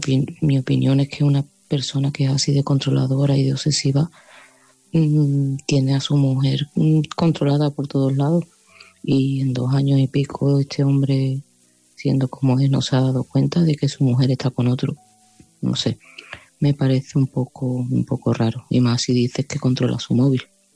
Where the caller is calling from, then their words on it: Seville, Andalusia, Spain; de Sevilla y este mensaje va para Sergio.